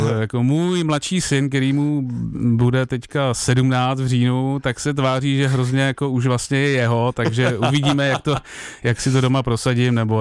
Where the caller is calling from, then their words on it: Beroun, Central Bohemian Region, Czechia; jsem z Berouna.